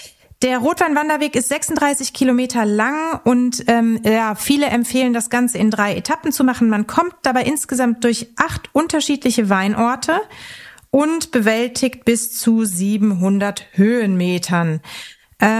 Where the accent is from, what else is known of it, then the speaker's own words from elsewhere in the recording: Linz am Rhein, Rhineland-Palatinate, Germany; in meiner Heimatstadt in Linz am Rhein